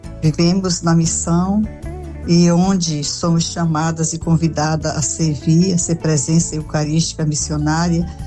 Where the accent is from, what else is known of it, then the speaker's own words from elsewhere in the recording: Manaus, Amazonas, Brazil; born there; also born or lived in Belém; now in Fortaleza, Brazil; missionária do Coração Eucarístico de Jesus. Sou amazonense, nasci em Manaus e desde 64 eu migrei de Manaus para Belém, passei 11 anos em Belém. E depois vim para Fortaleza e aqui já tenho, desde 75 que moro aqui em Fortaleza.